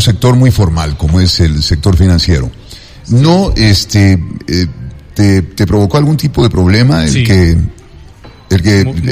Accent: Ecuador; Los ecuatorianos somos muy especiales

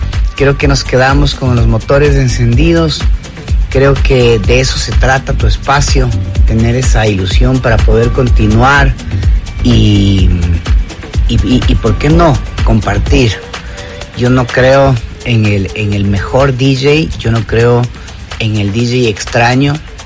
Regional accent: Ecuador; Nosotros jamás vamos a tener esa vibración del Berlín Underground cuando somos ecuatorianos.

